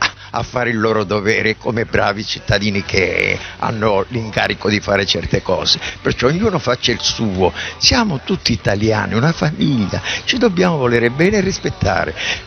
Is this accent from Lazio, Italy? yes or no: no; Sicily, Italy; now in Taranto, Italy; sono siciliano e sono stata adottata a Taranto con gran piacere.